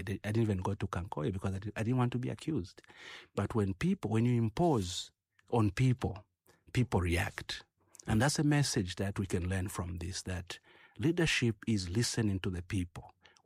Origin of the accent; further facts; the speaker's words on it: Copperbelt, Zambia; I'm Bemba, I'm from the Copper Belt.